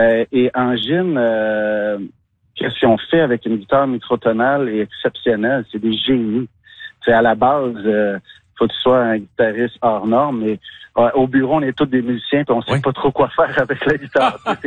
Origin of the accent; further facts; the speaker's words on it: Montreal, Quebec, Canada; Je viens de Montréal moi-même, j'habite Montréal.